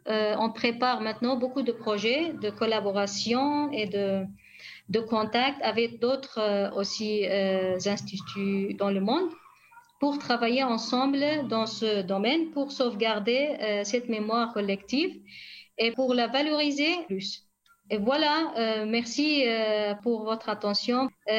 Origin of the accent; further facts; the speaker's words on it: Rojava, Syria; Ici, chez nous, au Rojava, il y a une personnalité très connue qu'on peut montrer, Saleh Haidou.